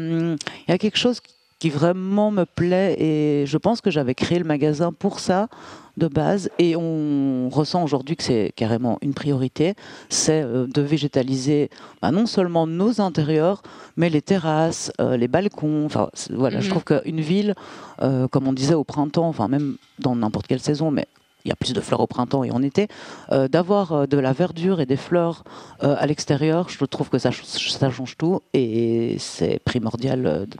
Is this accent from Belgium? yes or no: yes; Brussels, Brussels-Capital Region, Belgium; Moi, je viens de Bruxelles, de base.